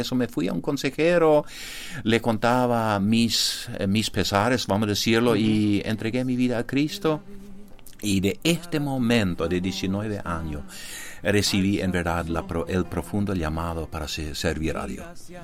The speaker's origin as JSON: {"language": "Spanish", "town": "Loma Plata", "region": "Boquerón", "country": "Paraguay", "said": "Soy del Paraguay, del Chaco, Loma Plata, tengo 52 años"}